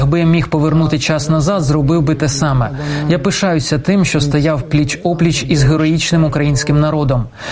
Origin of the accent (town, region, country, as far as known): Georgia; moved away as an adult; now in Ukraine